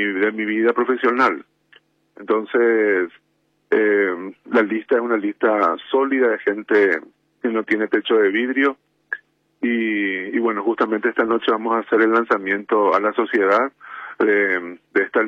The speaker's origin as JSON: {"language": "Spanish", "town": "San Lorenzo", "region": "Central", "country": "Paraguay", "also_born_or_lived": "Asunción", "said": "mis raíces son de San Lorenzo, mi familia está viviendo allá, yo también, ¿verdad? Voy y vengo de San Lorenzo Asunción."}